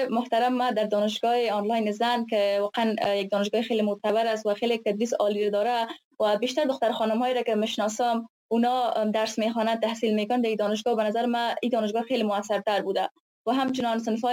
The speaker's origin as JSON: {"language": "Persian", "country": "Afghanistan", "tie": "born or raised there", "said": "من خودم مثلا جوان امروزی، جوان هستم در افغانستان بزرگ شدم"}